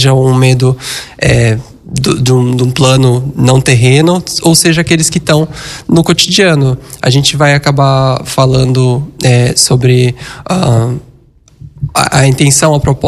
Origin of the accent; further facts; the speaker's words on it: Brazil; A gente também, sendo brasileiro, quem não cresceu assistindo um Gugu no televisão ali no domingo